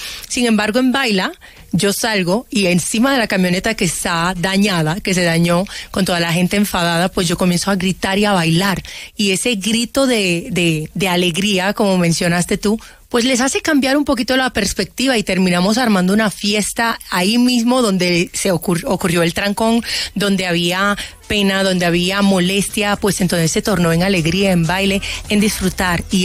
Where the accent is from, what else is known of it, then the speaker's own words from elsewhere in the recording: Dominican Republic; also born or lived in Port-au-Prince, Haiti; Crecí y me desarrollé en la República Dominicana, he viajado a muchos países hermosos como Colombia que me han acogido y me han hecho sentir como en casa y la verdad es que me he desarrollado en la música latina, pero siempre con mis raíces haitianas.